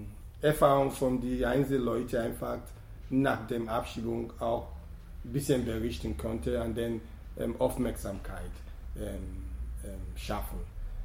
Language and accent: German; Nigeria; born there; German is a second language; Nigeria ist ein Land, wo ich geboren bin. Ich kenne die Struktur, ich kenne das System.